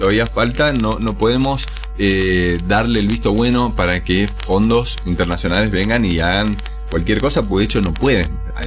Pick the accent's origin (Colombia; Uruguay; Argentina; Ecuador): Argentina